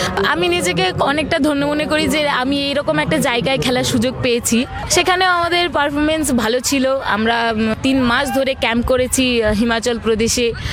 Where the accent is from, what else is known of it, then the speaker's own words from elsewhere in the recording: Jalpaiguri, West Bengal, India; জলপাইগুড়ি, যেটা আমার home team, আমি অ্যাকচুয়ালি জলপাইগুড়ির মেয়ে।